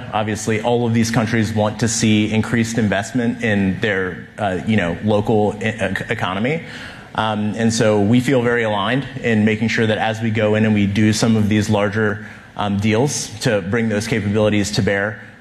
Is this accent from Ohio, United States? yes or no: yes; Ohio, United States; moved away; I'm from Ohio originally.